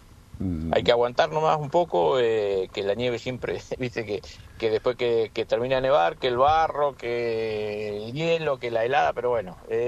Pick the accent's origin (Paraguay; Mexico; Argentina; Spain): Argentina; los argentinos somos medio así.